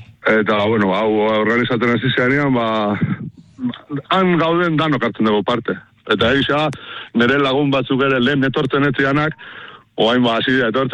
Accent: Mendaro, Basque Country, Spain; ni Mendarokoa naiz, baina nire ama zan auto hortakoa.

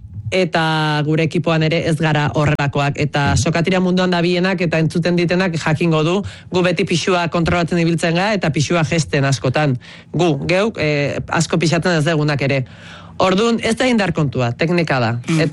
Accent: Ibarra, Basque Country, Spain; ni Ibarrakoa naiz

